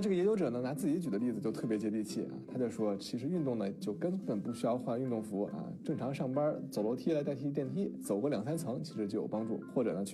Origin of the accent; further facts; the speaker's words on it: China; 换成我们中国人的饮食习惯